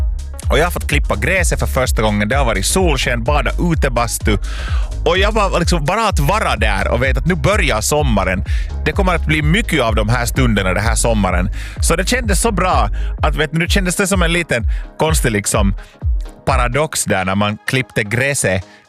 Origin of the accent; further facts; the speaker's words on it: Lapinjärvi, Uusimaa, Finland; moved away as an adult; now in Helsinki, Finland; så jag kommer ju själv från Östra Nyland, från en ort som heter Lappträsk, från en by som heter Linkoski. Där är jag född och uppvuxen, där har jag bott mina 21 år, sen efter det flyttade jag till Helsingfors